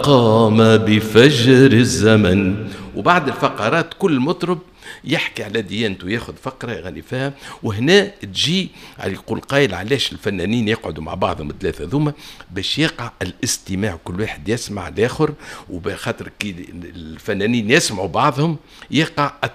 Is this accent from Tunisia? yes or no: yes; Tunisia; وأنا من تونس.